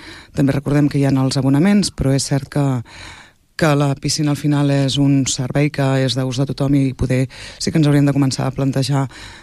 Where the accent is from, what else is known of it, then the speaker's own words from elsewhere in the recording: Tordera, Catalonia, Spain; born there; sóc veïna de Tordera i sóc mare de família. Això per començar. Per tant, d'entrada, sóc veïna de Tordera i de naixement.